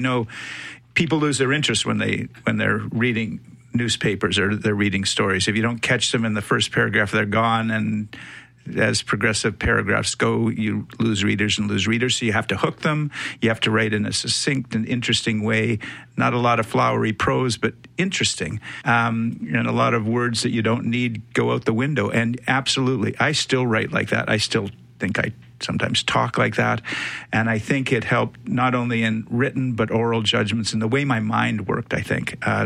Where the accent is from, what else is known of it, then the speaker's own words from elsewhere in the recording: Saskatchewan, Canada; also born or lived in England; now in Winnipeg, Canada; I was. I was born in England a long time ago. My parents went to the States and ultimately to Saskatchewan, and that's where I grew up.